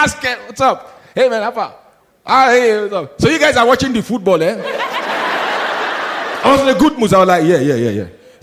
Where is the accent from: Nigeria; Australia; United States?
Nigeria; I'm Nigerian.